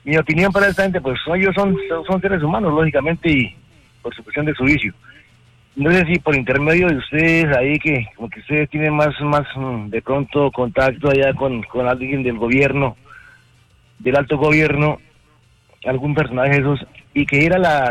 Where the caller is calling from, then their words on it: Sogamoso, Boyacá, Colombia; aquí de Sogamoso.